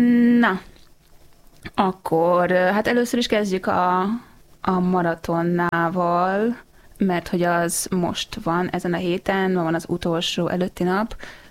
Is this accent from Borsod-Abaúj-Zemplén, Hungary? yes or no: no; Budapest, Hungary; also born or lived in Netherlands; én 8 kerbe nőttem föl